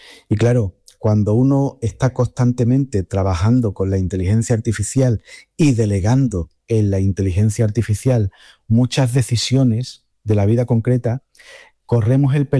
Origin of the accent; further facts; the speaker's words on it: Lepe, Andalusia, Spain; moved away; Mi padre tiene una imprenta en mi pueblo, en Lepe, y yo desde chico pues trasteaba con los ordenadores Apple que él iba soltando